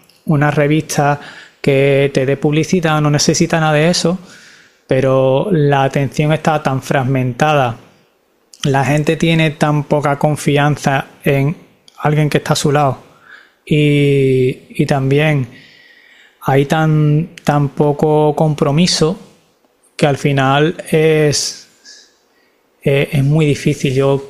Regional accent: Seville, Andalusia, Spain; now in Barcelona, Spain; yo soy de Sevilla pero estoy viviendo en Barcelona

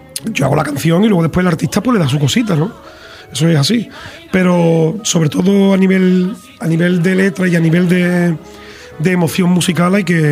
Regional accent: Dos Hermanas, Andalusia, Spain; born there; la feria de mi pueblo acaba de terminar

